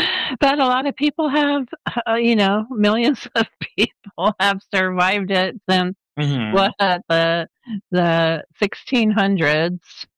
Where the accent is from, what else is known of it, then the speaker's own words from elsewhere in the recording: Los Angeles, California, United States; I was born where if it got below 65, we'd put on a jacket. So I grew up in Los Angeles where we didn't really have extremes of temperatures that much.